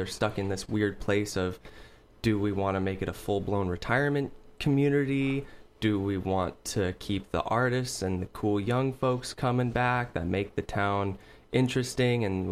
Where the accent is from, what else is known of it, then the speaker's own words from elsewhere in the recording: Ashland, United States; I remember when I was growing up in Ashland.